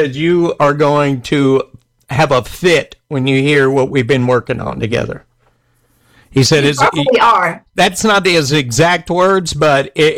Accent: Louisiana, United States; And she's from California. I'm from Louisiana.

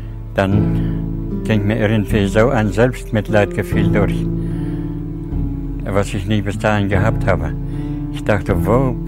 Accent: Tajikistan; moved away; Ich komme aus Tadschikistan und bin dort auch geboren, 1937.

